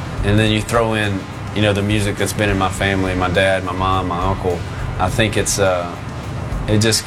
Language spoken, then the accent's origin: English; Shreveport, Louisiana, United States; I'm from Shreveport, Louisiana, and I think that it's influenced my music, basically because it's just kind of been a melting pot.